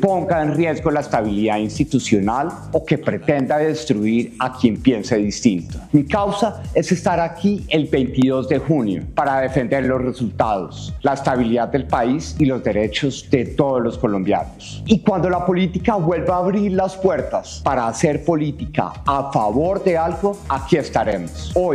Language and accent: Spanish; Colombia; Como colombiano, lo que defiendo es que se respete la democracia.